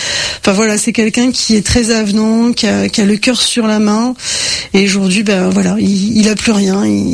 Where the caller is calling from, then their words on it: Occitanie, France; je suis en Haute-Garonne, donc proche de la frontière espagnole